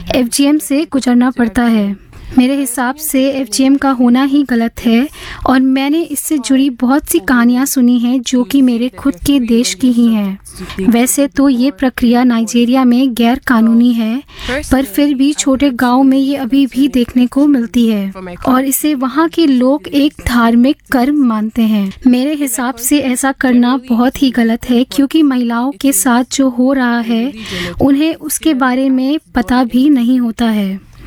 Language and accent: Hindi; Gujarat, India; मैं गुजरात की रहने वाली हूँ।